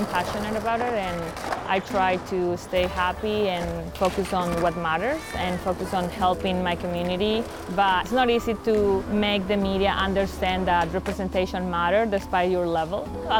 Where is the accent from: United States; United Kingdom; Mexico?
Mexico; English is a second language; now in Canada; I'm originally from Mexico. I'm a skateboard photographer and I've been in Canada for about 12 years.